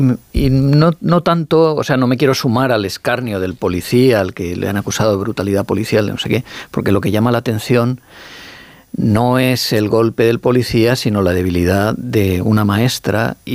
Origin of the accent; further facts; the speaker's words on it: Alicante, Valencian Community, Spain; Y soy alicantino, o sea, valenciano.